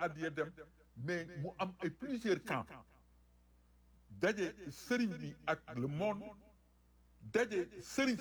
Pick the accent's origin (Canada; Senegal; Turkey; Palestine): Senegal; Mais c'est insignifiant, nous sommes tous du Sénégal.